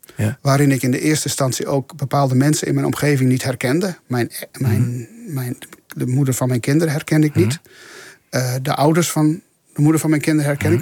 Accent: Friesland, Netherlands; Ik ben Fries, dus ik ben voor hen Heid.

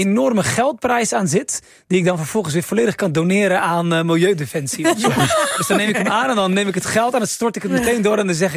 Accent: Rotterdam, South Holland, Netherlands; Ik kom uit... Blijswijk is eigenlijk Rotterdam. Ja. Ik kom uit Rotterdam

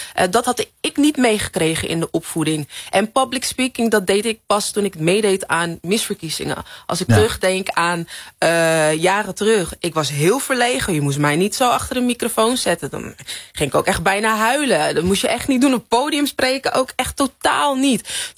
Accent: Netherlands; ik ben geboren getogen in Nederland, maar ik ben wel opgevoed in een echt Nigeriaans huis.

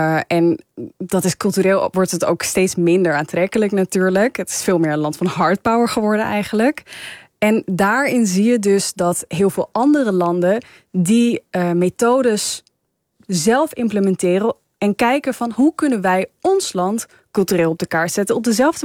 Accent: Netherlands; born there; Ik had een hele Amerikaanse jeugd, terwijl ik ben Nederlands. Ik ben hier geboren.

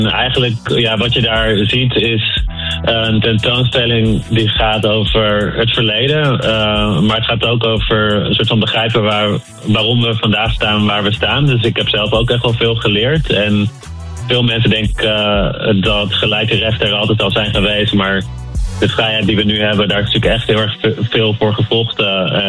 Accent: Curaçao; now in Amsterdam, Netherlands; ik kom zelf van Curaçao

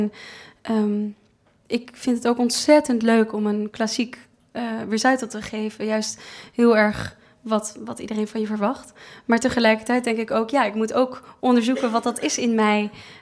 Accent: Amsterdam, North Holland, Netherlands; Ik ben een echte Amsterdamse, dus ik ben opgegroeid met het Grachtenfestival.

